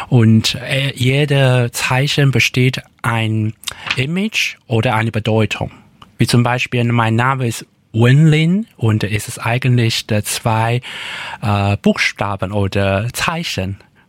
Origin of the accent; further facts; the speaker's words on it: Taiwan; accent: Hokkien; first language Taiwanese Hokkien; German is a second language; aber auf meinem Dialekt Hokkien ist Zui. Deswegen, ich würde sagen, dass es kann man mit Hochdeutsch und Bayerisch vergleiche.